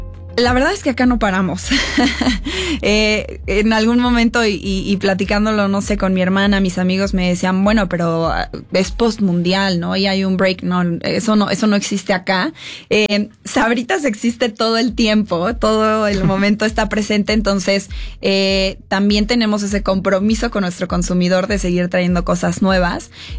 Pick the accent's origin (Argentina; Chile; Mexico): Mexico; todo lo que construimos como mexicanos todos acá.